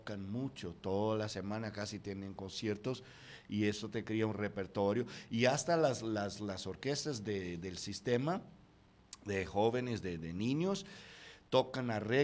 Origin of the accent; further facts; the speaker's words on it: Brazil; soy el maestro brasileño que más dirigido fuera de Brasil en la historia